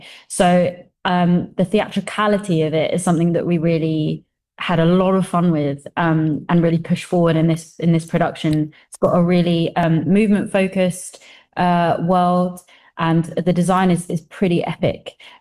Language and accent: English; London, United Kingdom; growing up in East London